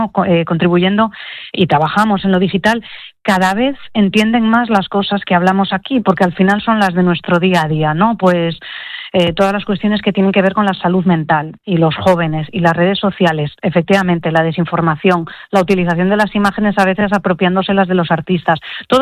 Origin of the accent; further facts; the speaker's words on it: Asturias, Spain; Nosotros en Asturias tenemos artistas de un nivel extraordinario